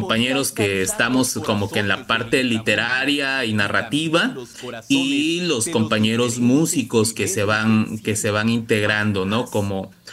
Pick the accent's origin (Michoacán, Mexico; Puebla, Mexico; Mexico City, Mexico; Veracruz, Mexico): Veracruz, Mexico; Somos todos veracruzanos.